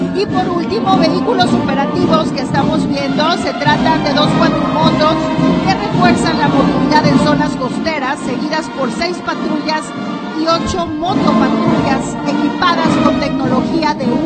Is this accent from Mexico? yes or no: yes; Mexico